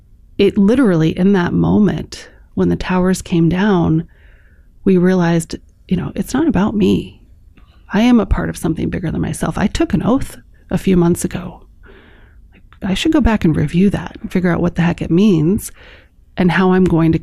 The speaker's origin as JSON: {"language": "English", "town": "Chicago", "region": "Illinois", "country": "United States", "tie": "born or raised there", "said": "I grew up in Chicago, and I went to a boarding school."}